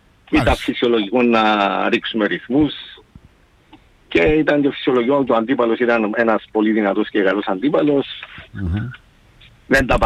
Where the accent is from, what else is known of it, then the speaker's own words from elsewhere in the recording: Limassol, Limassol District, Cyprus; είμαι από τη Λεμεσόν